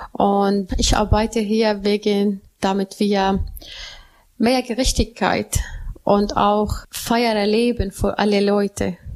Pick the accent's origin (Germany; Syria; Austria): Syria; damit ich meine Klimabotschaft für alle weltweit, besonders mein Heimatland auch Syrien, weiter zu entwickeln.